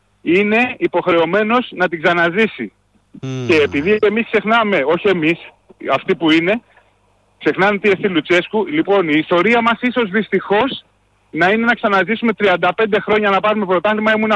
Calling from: Germany; είμαι από Γερμανία.

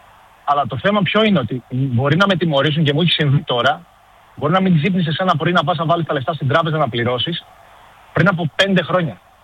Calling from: Liverpool, North West England, United Kingdom; Τηλεφωνώ από τη γειτονιά του Τζότζο Κένι εδώ στο Λίβερπουλ.

